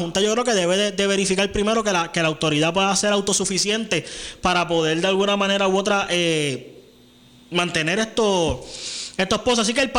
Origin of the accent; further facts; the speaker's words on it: San Germán, Puerto Rico; also born or lived in Mayagüez; En el caso mío, yo fui y nací en Mayagüez, pero desde que tengo uso de razón, me criaron y he vivido toda mi vida en San Germán. Así que yo me considero más sanjermeño que cualquier otra cosa.